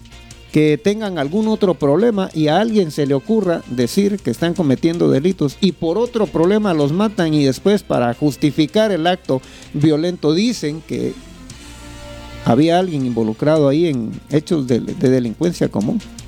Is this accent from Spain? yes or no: no; Guatemala; Eso es algo que como guatemaltecos no podemos ver.